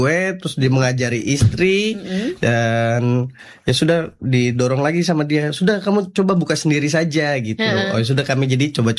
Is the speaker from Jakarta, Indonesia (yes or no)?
yes; Jakarta, Indonesia; now in Kupang, Indonesia; Kebetulan saya asli dari Jakarta